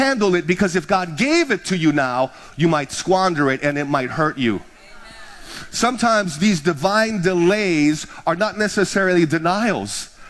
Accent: Hawaii, United States; I'm from the Big Island, I've been to Mauna Kea, I know it's like 13,000, been to the summit.

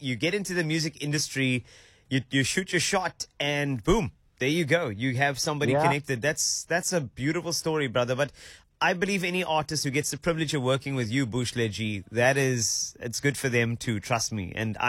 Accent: South Africa; I have an automatic, a built-in vuvuzela. It's because I'm that South African.

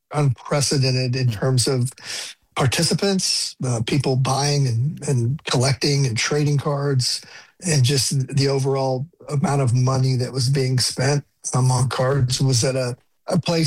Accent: Dallas, Texas, United States; I grew up in the Dallas area.

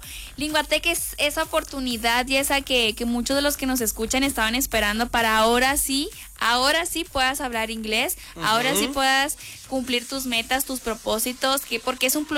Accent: Mexico

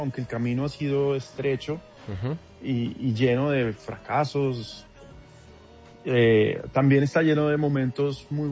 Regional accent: Bogotá, Colombia; now in Houston, United States; Yo soy rolo de papá barranquillero

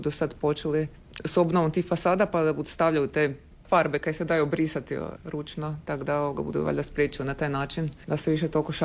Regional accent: Podravina, Croatia; accent: Kajkavian; now in Zagreb, Croatia; Da, pogotovo gore, ja znam, ja sam iz Podravine, tam se uvijek nekako to istovećivalo sa Gruntovčanima, onako, svi smo mi kao dudek i bedaki gore i tak.

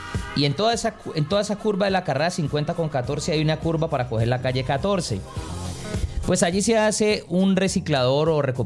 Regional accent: Cali, Valle del Cauca, Colombia

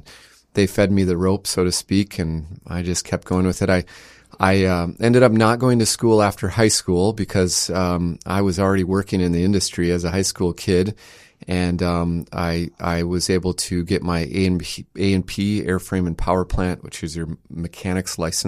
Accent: Bemidji, Minnesota, United States; we're in Bemidji because I grew up here in Bemidji and love the region. I left just after high school and came back about a dozen or so years later.

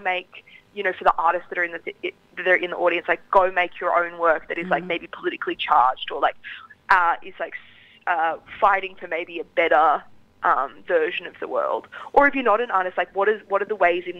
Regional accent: New South Wales, Australia; I grew up in the Snowy Mountains on Darrigo Country, which is like sheep and cattle farming area.

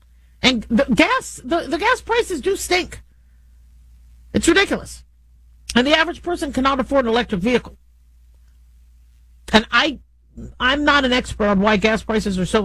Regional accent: United States; I'm American.

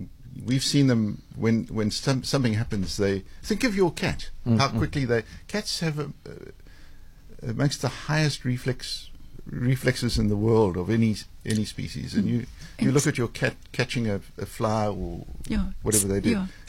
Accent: South Africa; As a South African red-blooded male, do you want me...

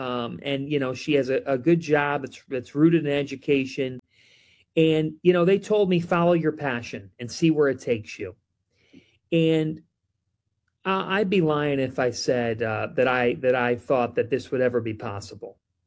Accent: Cleveland, Ohio, United States; But honestly, and I don't like the pity party because I'm from Cleveland

